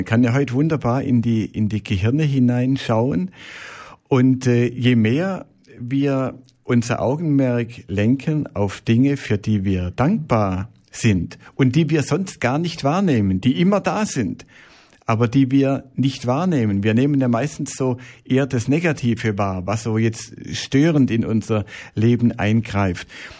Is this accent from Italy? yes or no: no; Swabia, Germany; Ich bin ja Schwabe